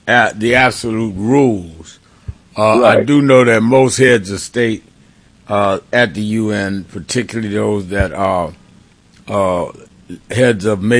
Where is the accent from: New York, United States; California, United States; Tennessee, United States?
New York, United States; I grew up in Breadbasket in SCLC, New York, not in Atlanta